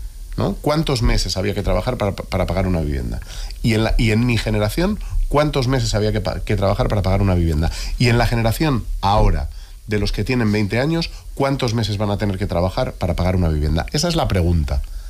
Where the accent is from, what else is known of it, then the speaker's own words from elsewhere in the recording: Madrid, Community of Madrid, Spain; en Madrid, que es lo que conozco porque es mi pueblo